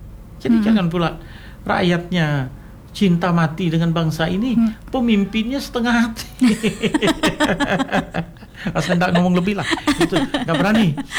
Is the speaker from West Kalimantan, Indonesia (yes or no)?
yes; West Kalimantan, Indonesia; Sebagai anak Kalimantan Barat